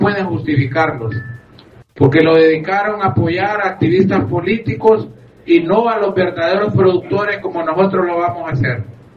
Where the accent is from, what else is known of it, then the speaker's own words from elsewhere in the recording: Olancho, Honduras; Yo personalmente, que soy de Olancho